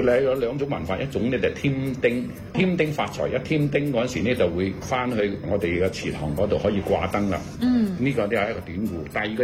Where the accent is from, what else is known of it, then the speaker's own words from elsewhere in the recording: Guangdong, China; 我哋廣東四邑嘅文化